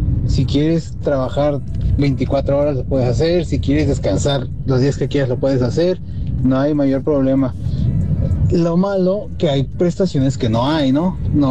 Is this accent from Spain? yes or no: no; Michoacán, Mexico; moved away; seguido voy para mi tierra, para Michoacán